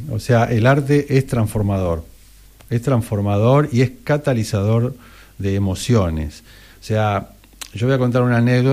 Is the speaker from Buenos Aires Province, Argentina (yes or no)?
yes; La Plata, Buenos Aires Province, Argentina; Yo soy de La Plata.